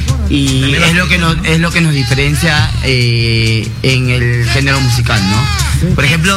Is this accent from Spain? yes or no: no; Lima, Peru